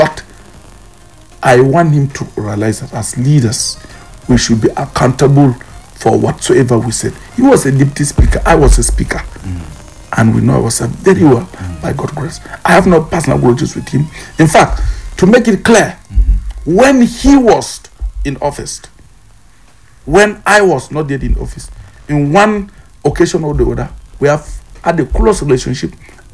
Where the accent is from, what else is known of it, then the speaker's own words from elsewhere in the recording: Pankshin, Plateau, Nigeria; But I am from Pangshin. I'm his constituent. I represent Pangshin North.